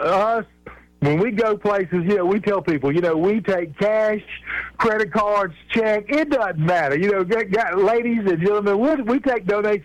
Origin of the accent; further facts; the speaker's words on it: Columbia, South Carolina, United States; I even growing up in Columbia, you know, I had a great childhood